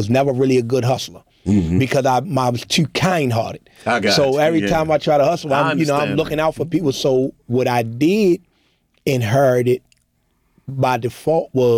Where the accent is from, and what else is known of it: Baltimore, Maryland, United States; born or raised there